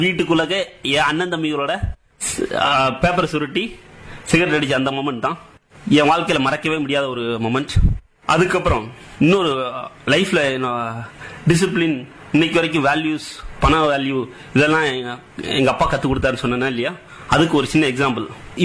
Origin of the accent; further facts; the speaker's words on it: Tamil Nadu, India; என்னோட சொந்த ஊர் விருதுநகர் பக்கத்தில் ஒரு ஸ்மால் வில்லேஜ், 7000 பண்ணை. நான் 1978 வருஷம் பிறந்தேன்.